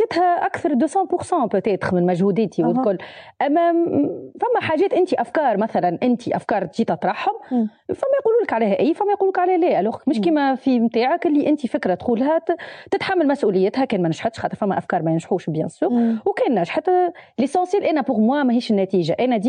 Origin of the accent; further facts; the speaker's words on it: Sousse, Sousse Governorate, Tunisia; moved away as an adult; also born or lived in Sbeitla, Kasserine; وانا من سوسه على باز معناها انا اصلي الاصيل من سبيتلا من القصرين اما معناها عايشة وقريت وكل شيء في سوسة.